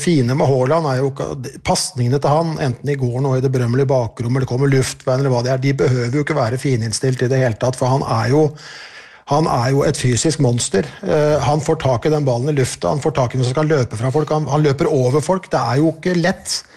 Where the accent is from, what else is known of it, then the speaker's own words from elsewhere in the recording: Bergen, Vestland, Norway; Ikke vi andre, vi kan skrike som bergensere vi, men de som skal ut på banen